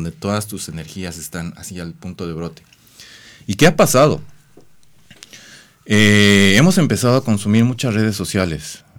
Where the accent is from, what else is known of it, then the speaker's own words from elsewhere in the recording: Bolivia; now in Uruguay; Yo salí de Bolivia hace un año exactamente.